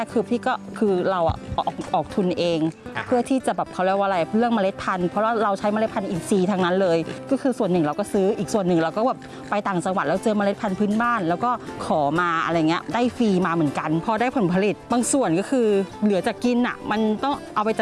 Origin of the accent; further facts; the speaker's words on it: Uttaradit, Thailand; now in Bangkok, Thailand; อุตรดิตถ์อะค่ะก็คือคุณพ่อคุณแม่ก็คือเป็นเกษตรกรอยู่แล้วแล้วเราก็คือแบบเหมือนกับอพยพมาอยู่กรุงเทพเพราะว่าเรามาเรียนที่กรุงเทพ